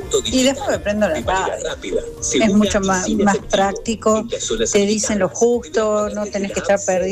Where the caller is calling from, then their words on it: Argentina; de Jardín